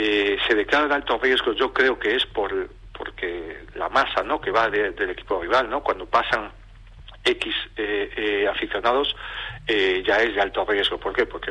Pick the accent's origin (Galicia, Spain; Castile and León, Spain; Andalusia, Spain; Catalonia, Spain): Galicia, Spain; A Coruña; No es que reniegue del gallego, soy de La Coruña